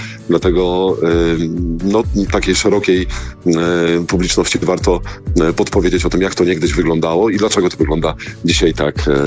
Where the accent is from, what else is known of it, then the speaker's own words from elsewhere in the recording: Wałbrzych, Lower Silesian Voivodeship, Poland; born there; now in Jelenia Góra, Poland; Ja nie ukrywam, że jestem też z urodzenia Wałbrzyszaninem. Owszem, mieszkam w Jeleniej Górze, ale zawsze jakiś taki sentyment do Wałbrzycha i tych okolic pozostał.